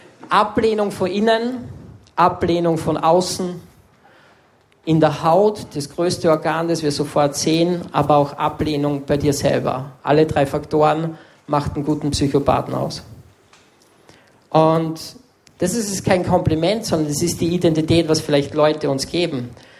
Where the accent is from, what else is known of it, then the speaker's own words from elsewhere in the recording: Salzburg, Austria; Und dann bin ich am Mönsberg gegangen, bei uns in Salzburg, wo die ganzen Touris oben stehen und Fotos machen.